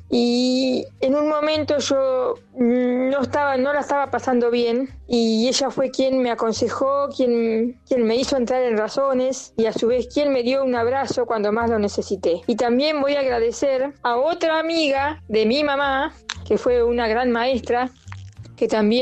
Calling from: Berutti, Buenos Aires Province, Argentina; de Beruti.

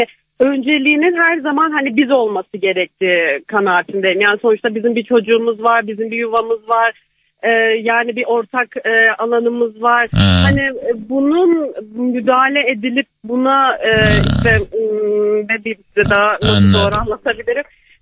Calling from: Gaziantep, Turkey; ben Gaziantep'ten arıyorum.

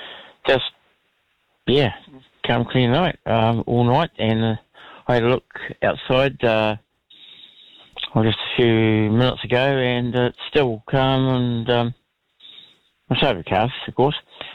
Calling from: Dunedin, Otago, New Zealand; South Dunedin

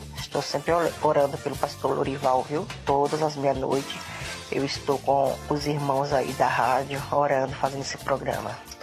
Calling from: São Paulo, Brazil; sou de Jardim Cumbica.

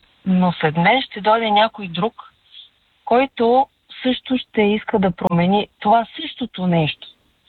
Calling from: Sofia, Sofia City, Bulgaria; от София съм пак.

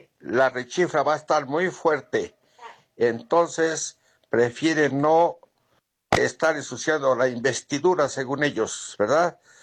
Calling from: Toluca, State of Mexico, Mexico; de Toluca.

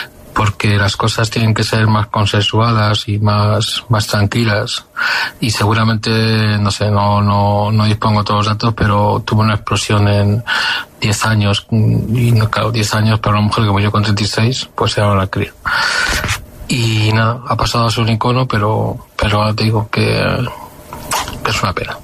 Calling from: Madrid, Community of Madrid, Spain; de Madrid.

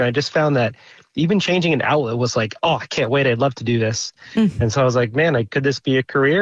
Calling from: Waltham, Massachusetts, United States; I'm calling from Waltham, Massachusetts.

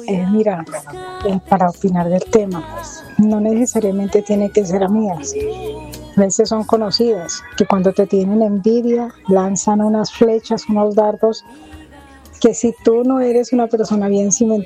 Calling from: Palmira, Valle del Cauca, Colombia; Yo tengo un negocio, vivo en Palmira

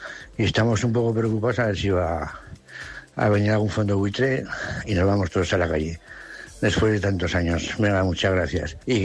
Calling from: Aragon, Spain; de Casablanca.

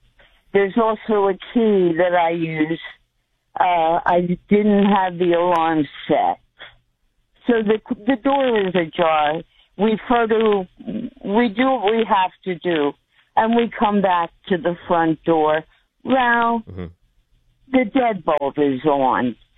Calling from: New Jersey, United States; I'm calling from South Jersey

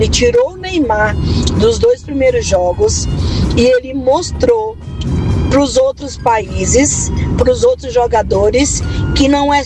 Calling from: Brazil; eu, como brasileira

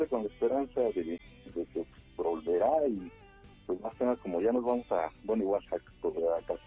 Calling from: Mexico City, Mexico; De Ciudad de México.

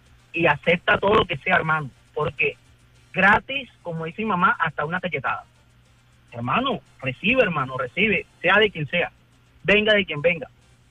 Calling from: Colombia; Nosotros como colombianos somos muy unidos.

